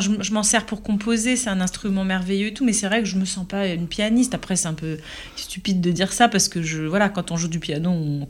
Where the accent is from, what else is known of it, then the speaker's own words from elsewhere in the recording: Paris, Île-de-France, France; moved away as an adult; also born or lived in Quebec; moi, je suis née à Paris. J'ai grandi à Paris. Toute ma famille vient de Paris. C'est une ville que j'ai dans mon cœur et voilà, qui fait partie de moi. Et après, le Québec qui est rentré dans ma vie quand j'avais 25 ans